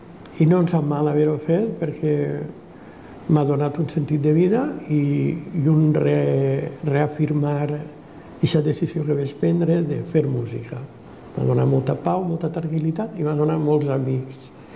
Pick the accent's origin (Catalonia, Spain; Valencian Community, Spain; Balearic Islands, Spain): Valencian Community, Spain; Pego; Soc fill de Pego, i des dels 12 anys m'ha agradat la música i he començat a fer música en la bandeta del poble